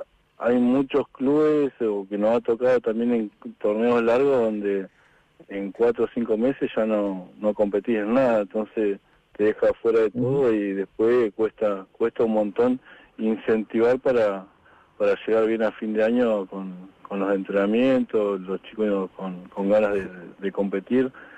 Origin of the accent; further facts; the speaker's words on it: Chubut, Argentina; yo me crié en Palazzo, o sea, yo vivía, o sea, mis viejos son de Palazzo, nos criamos ahí en Petroleros Privados.